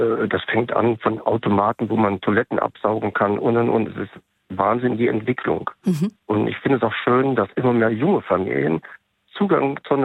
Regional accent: Sweden; now in Germany; Ja, also ich bin in Schweden aufgewachsen, auf einer schönen Insel. Und bei uns in Schweden ist es einfach so, man hat am Wochenende ist man immer draußen.

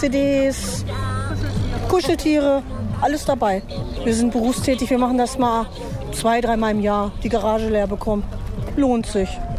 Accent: Castrop-Rauxel, North Rhine-Westphalia, Germany; Wir kommen aus Castrop-Rauxel, Habinghorst. Hier ist mein Lieblingsflohmarkt, hier bin ich groß geworden. Bin schon von klein an hier.

